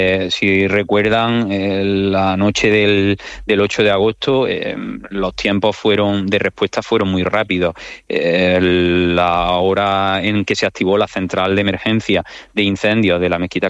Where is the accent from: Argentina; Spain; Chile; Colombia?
Spain; Córdoba, Andalusia; los que somos de aquí de Córdoba